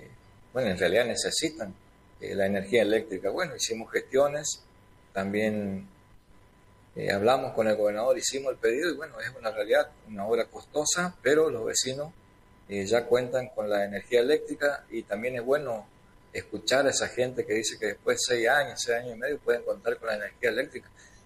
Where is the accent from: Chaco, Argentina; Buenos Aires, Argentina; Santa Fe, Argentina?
Chaco, Argentina; Napenay; yo como soy nacido y criado en Napenay